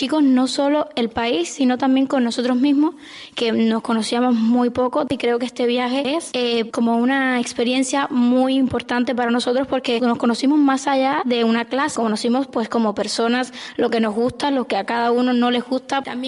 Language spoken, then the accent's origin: Spanish; Navalcarnero, Community of Madrid, Spain; también representante de la ESO de nivel 2, pero yo soy de Navalcarnero